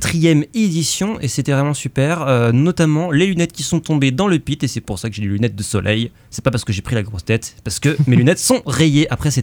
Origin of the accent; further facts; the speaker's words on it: France; 39, 40, en tant que Français, ça va nous rappeler des mauvais souvenirs.